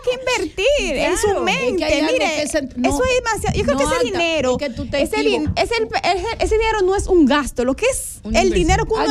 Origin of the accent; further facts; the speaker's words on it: Dominican Republic; nosotros como dominicanos